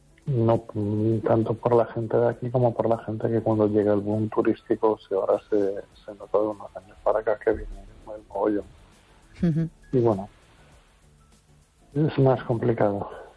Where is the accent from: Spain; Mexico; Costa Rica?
Spain; Las Palmas de Gran Canaria, Canary Islands; A ver, yo, con todo mi respeto, soy pueblo canario. Yo en las Canarias, en la Palma de Gran Canaria